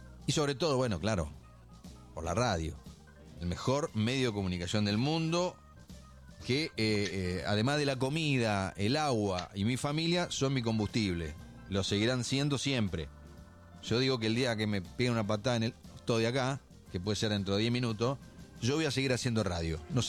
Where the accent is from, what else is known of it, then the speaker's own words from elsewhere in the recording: Argentina; Todos cometemos, somos argentinos, además, te explicamos...